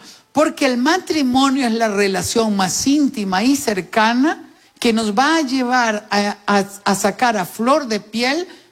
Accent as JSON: {"language": "Spanish", "country": "Costa Rica", "said": "yo a veces pienso como tico"}